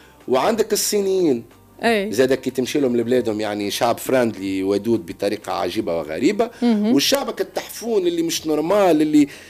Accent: Tunisia; انا نشوف روحي زاد كمواطن تونسي وترافل فلوجر

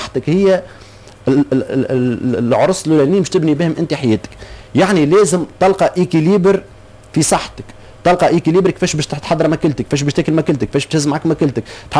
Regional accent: Tunisia; احنا المواطن التونسي

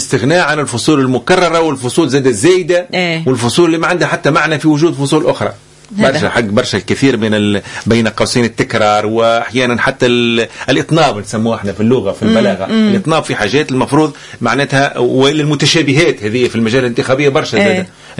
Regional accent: Tunisia

